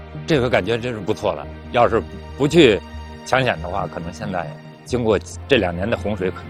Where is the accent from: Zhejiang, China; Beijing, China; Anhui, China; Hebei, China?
Beijing, China; 因为我们都是土生土长的，就是长城根上长大的